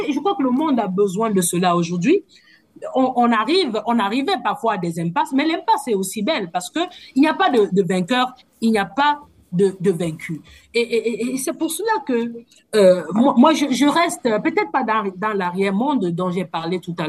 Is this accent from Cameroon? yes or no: yes; Cameroon; j'ai été dans le bureau de ce qu'on appelle chez nous au Cameroun le BENCINET